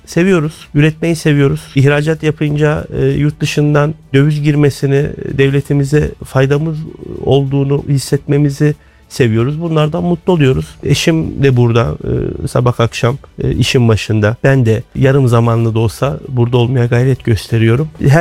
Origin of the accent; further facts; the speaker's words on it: Kayseri, Turkey; born there; Kayseri doğumluyum, 47 yaşındayım.